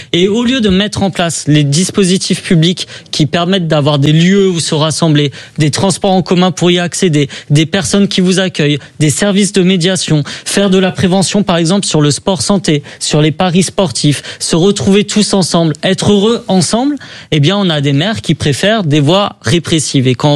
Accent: Toulouse, Occitanie, France; je suis toulousain

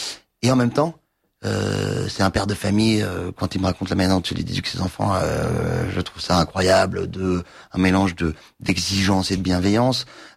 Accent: Louveciennes, Île-de-France, France; J'ai grandi donc à Louveciennes, en banlieue parisienne, et nous étions au collège à Saint-Cloud, au collège Saint-Joseph.

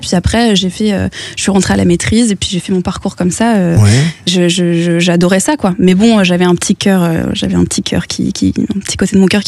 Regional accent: Narbonne, Occitanie, France; Je viens de Narbonne, ça s'entend pas, mais je viens de Narbonne.

